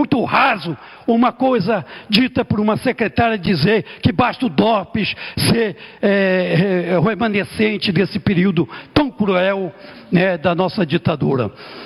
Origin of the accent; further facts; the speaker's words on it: Pará, Brazil; also born or lived in Rio de Janeiro; Eu sou lá do Pará